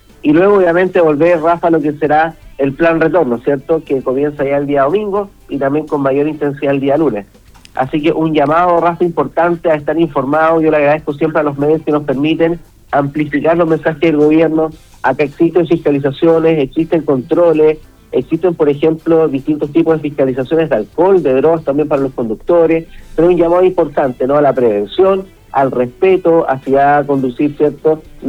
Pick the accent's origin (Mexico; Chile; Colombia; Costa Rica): Chile; Machalí, O'Higgins; Yo soy de Machalí, esperamos también ir a las fondas del Cerro San Juan, ahí en familia